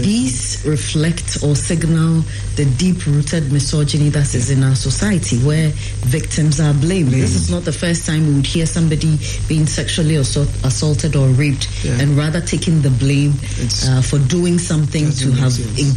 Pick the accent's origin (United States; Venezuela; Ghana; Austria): Ghana; I sit here as a Ghanaian woman